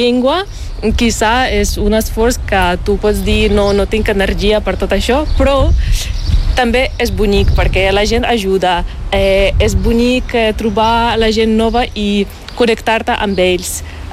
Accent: Western Ukraine, Ukraine; Catalan is a second language; Exacte, sí. Teníem ucraïnès en l'escola, en guarderia

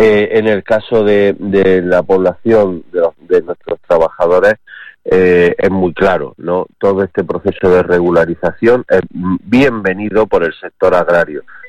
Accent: Andalusia, Spain; vengo de Andalucía

